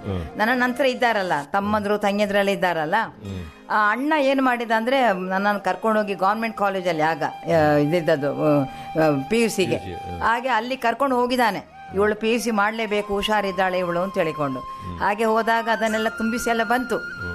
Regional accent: Mangalore, Karnataka, India; moved away as an adult; also born or lived in Surathkal; now in Mangalore, India; ನಾವು ಪಣಂಬೂರಿಂದ ವಿದ್ಯಾದಾಯನಿಗೆ ನಡ್ಕೊಂಡು ಹೋಗಿ ಬಂದು ಕಲ್ತವರು.

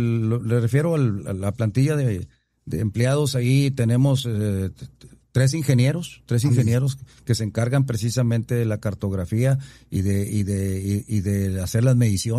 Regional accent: Nueva Rosita, Coahuila, Mexico; en la mera parte central de nuestra ciudad de Nueva Rosita

